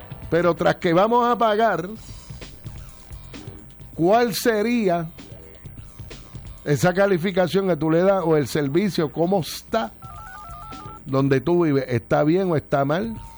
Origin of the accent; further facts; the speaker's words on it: Añasco, Puerto Rico; De mi pueblo, muy bien.